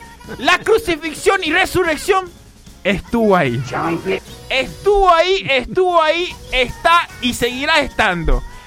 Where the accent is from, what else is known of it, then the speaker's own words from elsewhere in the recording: Paraguay; Porque soy paraguayo